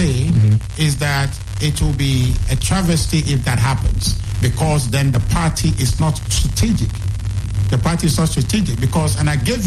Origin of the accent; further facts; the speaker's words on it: Volta, Ghana; I'm from Volta